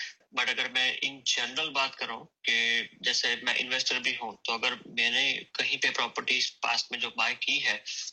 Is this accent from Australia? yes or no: yes; Sydney, New South Wales, Australia; और मैं सिडनी से हूँ।